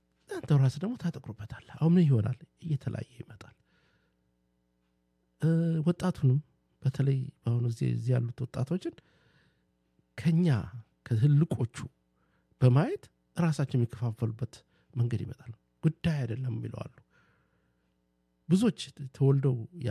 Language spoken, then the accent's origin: Amharic; Dire Dawa, Ethiopia; born there; አብረን ሄደን ወክ የሚወጣው ድሬዳዋ ማታ ነበር። ረመዳን ጊዜ ድባቡ ለየት ያለ ነው እና አሁን ቁጭ በይ ሳይሆን እንኳን እዛ ተወለድኩ አልኩኝ።